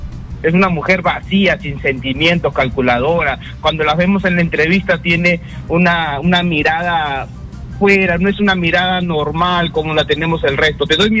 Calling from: Ica, Peru; te saluda … desde Ica.

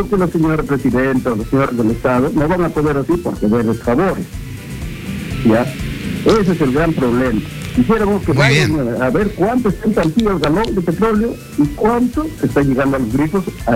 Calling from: Lima, Peru; estoy llamando de transportista de la ciudad de Lima.

